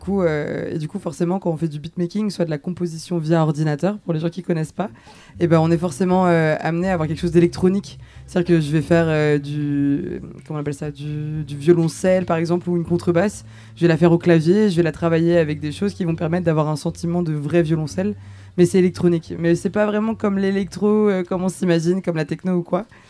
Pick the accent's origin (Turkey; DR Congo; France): France; Mais en fait, étonnamment, je suis française, mais j'ai pas du tout grandi dans la musique française.